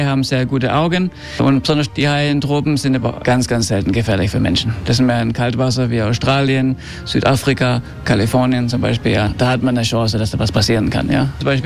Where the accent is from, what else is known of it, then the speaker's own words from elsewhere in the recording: Ibiza, Balearic Islands, Spain; Genau, ich bin in Ibiza geboren und aufgewachsen. Ich habe noch nie in Deutschland gelebt, aber meine Eltern kamen aus Stuttgart.